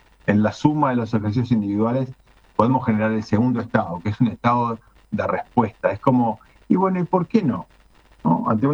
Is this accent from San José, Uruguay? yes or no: yes; San José, Uruguay; Soy uruguayo y amo mi país. Sí.